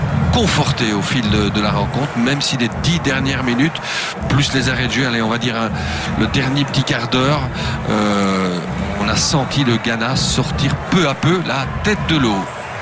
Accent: Belgium; Et c'est peu de le dire quand on est diable et qu'on aime les diables et qu'on est belge.

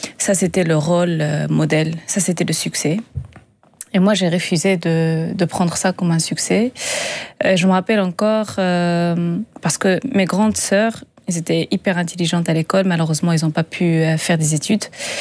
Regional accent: Agadir, Souss-Massa, Morocco; born there; Moi, je suis née au Maroc, au Sud du Maroc, à Agadir.

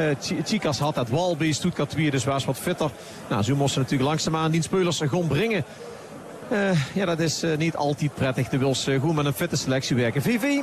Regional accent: Antwerp, Flanders, Belgium; Ik kom van Antwerpen, dus ik ben heel gespannen.

